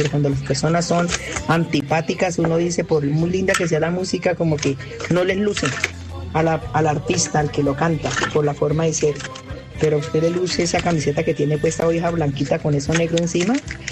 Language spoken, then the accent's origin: Spanish; Planadas, Tolima, Colombia; moved away as an adult; cuando yo me vine de mi pueblo, que es un pueblo Planadas, Tolima, me conocí aquí con el que fue mi esposo